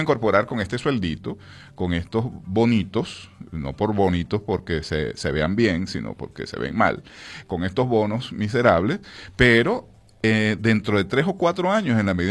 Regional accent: Paracotos, Miranda, Venezuela

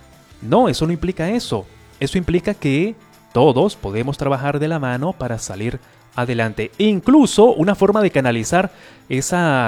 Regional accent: Venezuela

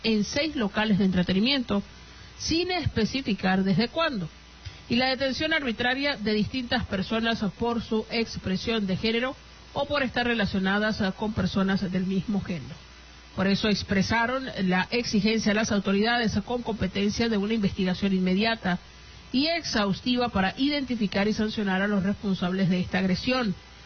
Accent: Zulia, Venezuela; para los que somos del Zulia, ¿no? Y digamos, siempre al equipo de la casa

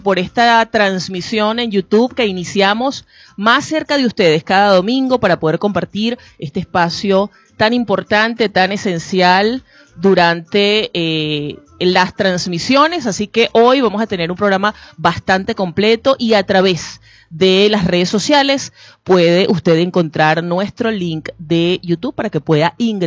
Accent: Venezuela

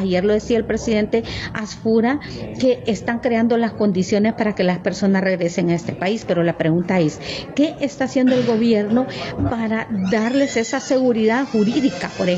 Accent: Honduras; cualquier hondureño que mira todas estas noticias dice, bueno, ¿realmente me garantizan estabilidad en mi país? Ese es un reto para el gobierno, cómo hacer atractivo el país para que nuestros compatriotas vengan, inviertan y se queden.

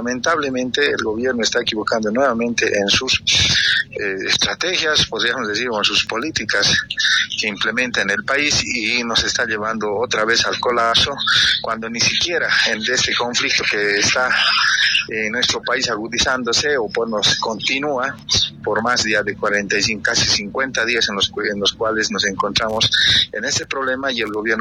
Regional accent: Bolivia

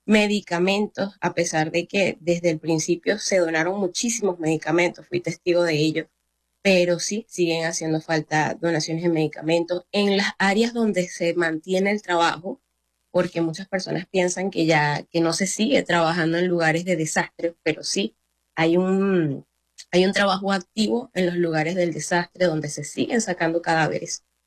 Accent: Barquisimeto, Lara, Venezuela; como soy de Barquisimeto, mi trabajo como médico no fue estando directamente en los centros de salud de La Guaira.

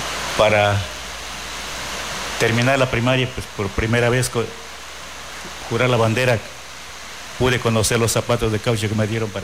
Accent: Santa Cecilia, Sucumbíos, Ecuador; born there; yo nací propiamente en Santa Cecilia, en el año de 1960. Ahí nací y tuve algunos recorridos

